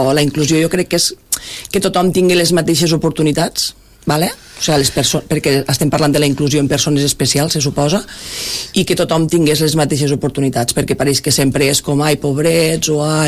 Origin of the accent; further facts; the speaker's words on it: Tivenys, Catalonia, Spain; Perquè ma iaia era de Tivenys i jo he passat la meva infància a Tivenys.